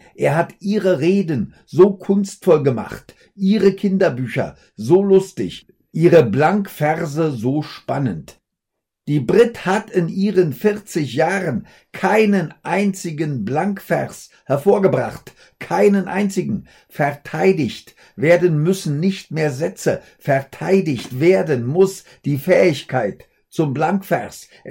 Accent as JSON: {"language": "German", "region": "Berlin", "country": "Germany"}